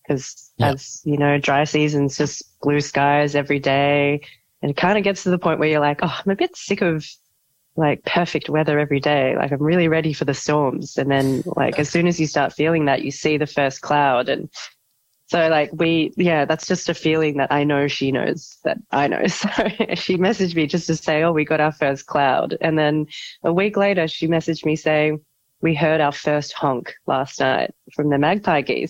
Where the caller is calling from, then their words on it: Melbourne, Victoria, Australia; also born or lived in Darwin; So you've caught me while I'm in Melbourne, but ordinarily I live in Fiji. So I've been living there since last year. So I was living in Darwin for 5.5 years and then I relocated to Fiji last year